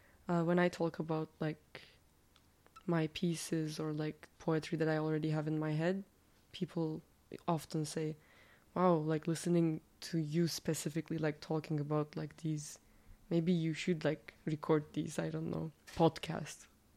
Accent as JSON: {"language": "English", "region": "Bursa", "country": "Turkey", "first_language": "Turkish", "second_language": "English", "said": "I am from Bursa, Turkey."}